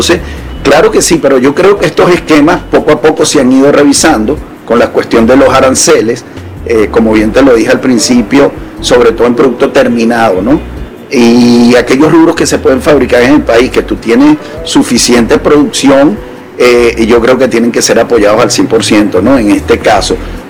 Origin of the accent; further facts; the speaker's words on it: Venezuela; yo como venezolano también quiero exportar para Colombia.